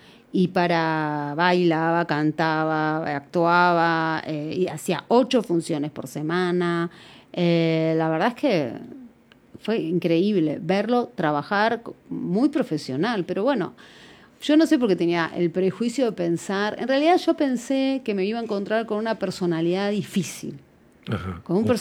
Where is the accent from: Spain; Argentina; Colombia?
Argentina; siendo yo argentina y sin hablar inglés, como como mi segunda lengua. Yo conocía, entendía, podía hablar un poco, pero no ni lo pronunciaba exactamente prolijamente bien